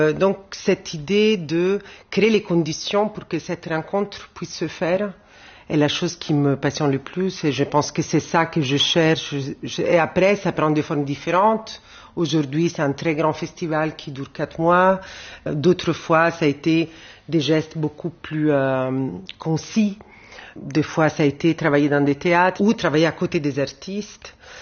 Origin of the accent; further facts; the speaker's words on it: Rome, Lazio, Italy; French is a second language; moved away; Moi, j'ai grandi à Rome. Et j'étais adolescente, disons, dans les années 90.